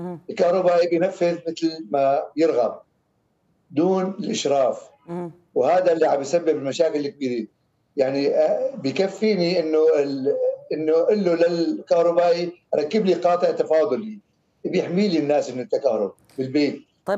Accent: Syria; عندنا بسوريا

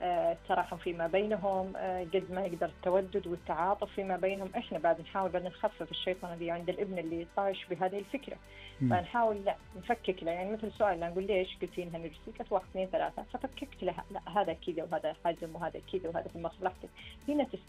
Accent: Saudi Arabia; أنا سعودية

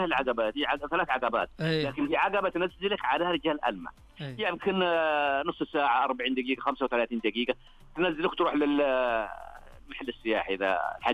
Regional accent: Muhayil, Asir, Saudi Arabia; born there; لا نحن حنا في محايل أصلا

